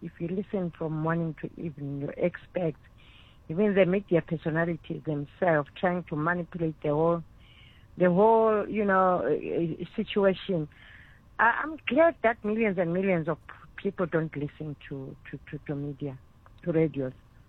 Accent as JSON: {"language": "English", "country": "South Africa", "said": "I'll talk about South Africa because I'm a South African."}